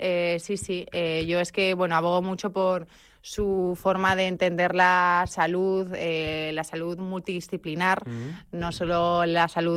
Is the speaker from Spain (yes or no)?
yes; Andalusia, Spain; accent: Andalusian; La gente, o sea, muy de mi tierra, la gente de mi tierra con este acento andaluz maravilloso dice, niña, pero sonríe un poco, que no te ve los dientes.